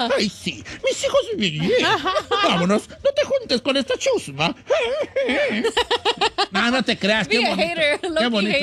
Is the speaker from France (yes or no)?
no; Purándiro, Michoacán, Mexico; Soy de Purándiro.